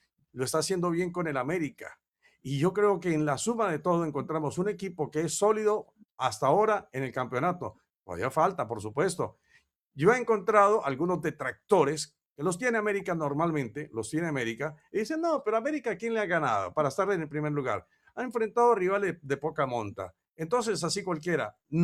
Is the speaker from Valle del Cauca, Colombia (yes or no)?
yes; Tuluá, Valle del Cauca, Colombia; born there; En Cortuluá, mi tierrita